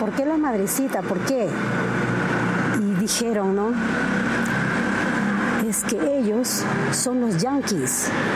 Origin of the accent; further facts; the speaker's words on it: Guasahuasi, Junín, Peru; born there; Nací el año 76. Nací aquí en Guasahuasi un 6 de marzo.